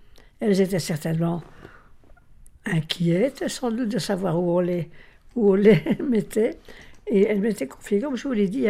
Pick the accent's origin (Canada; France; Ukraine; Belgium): Belgium; Charleroi, Wallonia; Non, je suis née à Charleroi et j'y étais. Je vivais à Charleroi.